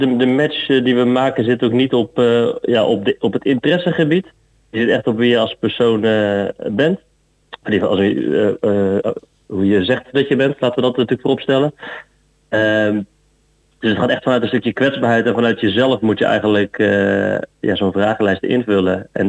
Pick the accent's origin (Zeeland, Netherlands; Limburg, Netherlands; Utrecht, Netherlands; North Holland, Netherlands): Zeeland, Netherlands; Goes; also born or lived in Leiden; ik kom uit Zeeland, uit Goes. En ik heb 10 jaar in Leiden gewoond.